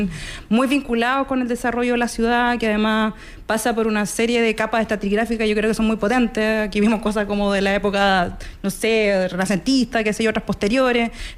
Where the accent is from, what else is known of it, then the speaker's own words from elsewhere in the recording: Chile; moved away; yo soy arquitecta, soy chilena